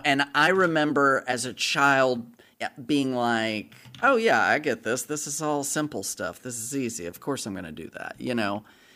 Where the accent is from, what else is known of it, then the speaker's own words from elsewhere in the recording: the South, United States; now in Honolulu, United States; Because I'm from the South.